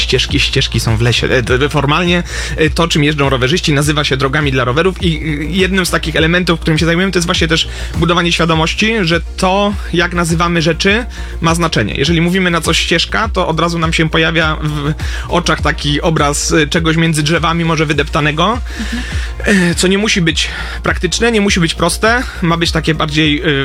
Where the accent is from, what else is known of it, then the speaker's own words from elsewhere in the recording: Kielce, Świętokrzyskie Voivodeship, Poland; U nas w Kielcach